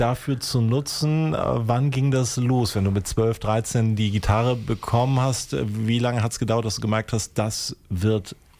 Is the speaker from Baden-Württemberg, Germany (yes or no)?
no; Kiel, Schleswig-Holstein, Germany; Ich bin ja auch nördlich, ich komme aus Kiel.